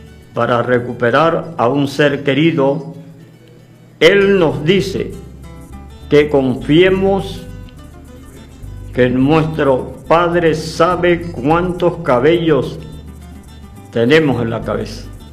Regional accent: Venezuela; Todos, como venezolanos de aquí y de allá, pensamos qué va a pasar con nuestro país.

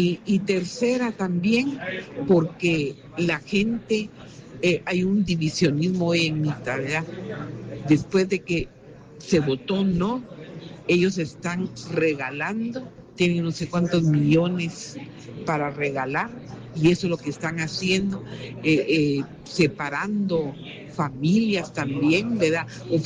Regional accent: Santa Catarina Mita, Jutiapa, Guatemala; municipios de Jutiapa como Santa Catarina Mita, que somos vecinos de Asunción Mita.

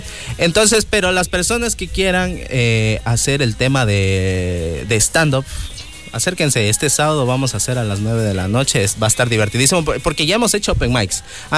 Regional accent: Quito, Pichincha, Ecuador; born there; moved away as an adult; now in Lago Agrio, Ecuador; Yo soy de Quito. Exactamente, yo nací en Chimbacalle.

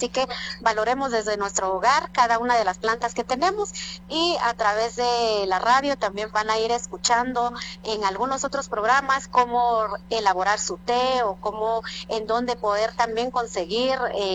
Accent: Santiago Atitlán, Sololá, Guatemala; yo vengo de Santiago Atitlán.

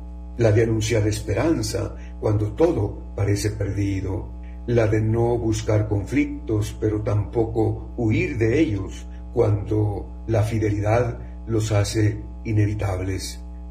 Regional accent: Guatemala

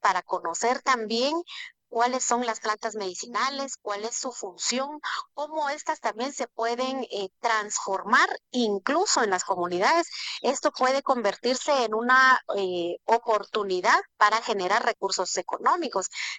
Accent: Guatemala; como seres humanos, como guatemaltecos y guatemaltecas, debemos ser responsables para cuidar también nuestra madre tierra

